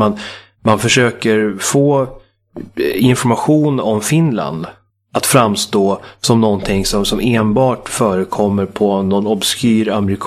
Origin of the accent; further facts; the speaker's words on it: Sweden; för mig som svensk